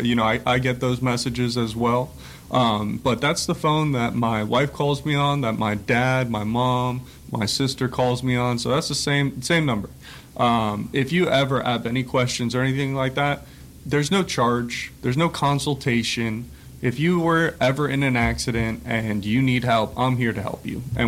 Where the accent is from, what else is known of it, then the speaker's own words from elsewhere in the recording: Stuart, Florida, United States; now in Port St. Lucie, United States; I'm a personal injury car accident attorney for the Eberst Law Firm. I grew up here in Stuart, Florida, Palm City, Port St. Lucie. I now live in Port St. Lucie.